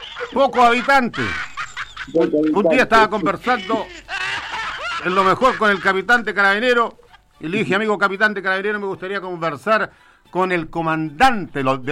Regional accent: Cañete, Biobío, Chile; moved away; Soy de Cañete. Cañete, lindo pueblo. Un pueblo que le debo mucho.

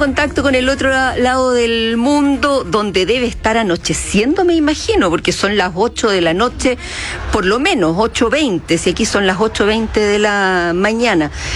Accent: Chile; como humanos que somos, como chilenos que somos?

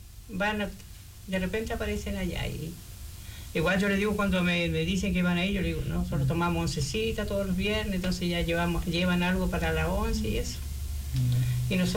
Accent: Chiloé, Los Lagos, Chile; moved away; yo también soy de Chiloé

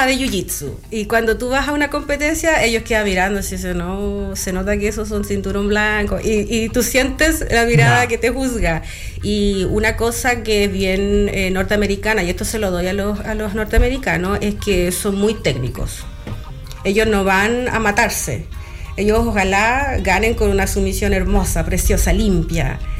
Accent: Chile; moved away as an adult; also born or lived in United States; mi vida acá en Chile. Y a mí me gustan las cosas con balance, porque yo soy chilena.

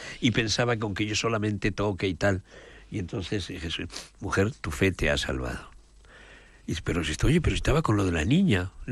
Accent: Aragon, Spain; Yo soy de Aragón.

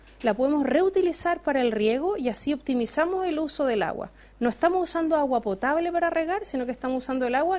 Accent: Ovalle, Coquimbo, Chile; Bueno, nosotros venimos de Ovalle, región de Coquimbo, un lugar fuertemente golpeado por el cambio climático y la escasez de agua.

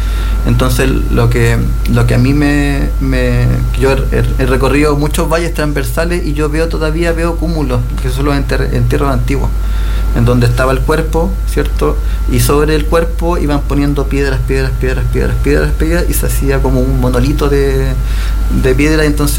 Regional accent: Buenos Aires, Argentina; Y yo como porteño, mi abuela me decía que yay yay, por ejemplo, es viento.

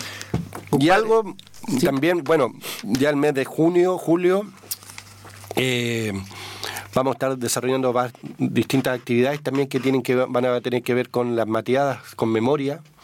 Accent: Chile; somos chilenos

